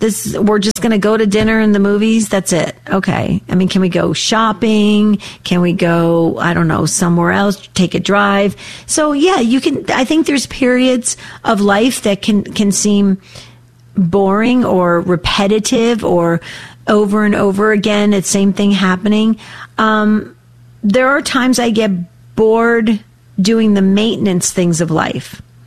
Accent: New Jersey, United States; now in Arizona, United States; I grew up in Jersey. We don't have any grass in Arizona.

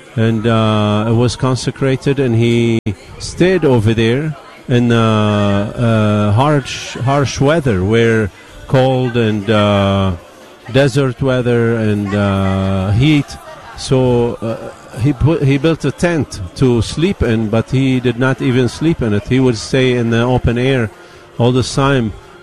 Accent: Lebanon; moved away as an adult; now in Allen, Texas, United States; I was born in Lebanon, and I was 20 years old when I came over here.

